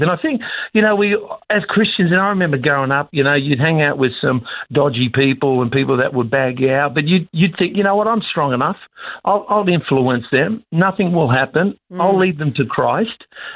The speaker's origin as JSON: {"language": "English", "town": "Sydney", "region": "New South Wales", "country": "Australia", "tie": "born or raised there", "said": "And I remember growing up, my mum would always say to me, growing up in Sydney, if all your mates jumped off the Harbour Bridge, would you?"}